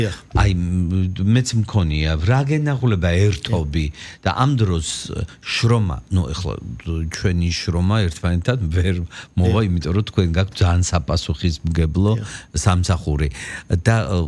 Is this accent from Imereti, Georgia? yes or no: yes; Chiatura, Imereti, Georgia; moved away; მე ჩამოვალ ჭიათურაში და მიმასპინძლეთ ჩემს მშობლიურ ქალაქში